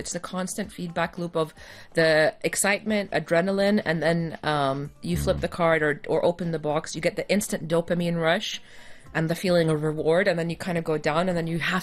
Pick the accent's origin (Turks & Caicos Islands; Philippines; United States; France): France; moved away; when I was growing up in France